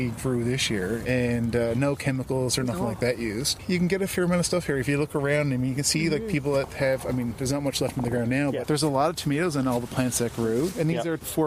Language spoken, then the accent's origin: English; St. John's, Newfoundland and Labrador, Canada; I grew up in St. John's